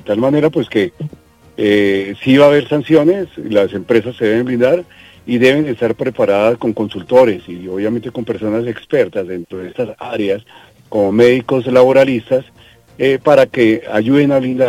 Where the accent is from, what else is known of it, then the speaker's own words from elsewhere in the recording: Cartagena, Bolívar, Colombia; moved away; Yo soy cartagenero